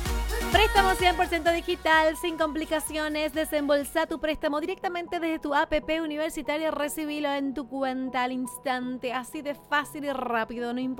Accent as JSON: {"language": "Spanish", "country": "Paraguay", "said": "cuando yo le entrevisté a Natalia por primera vez, que fue en el año 2015, le dije, sí, soy de Paraguay."}